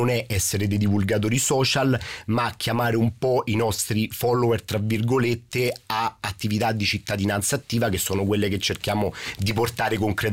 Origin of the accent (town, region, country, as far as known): Rome, Lazio, Italy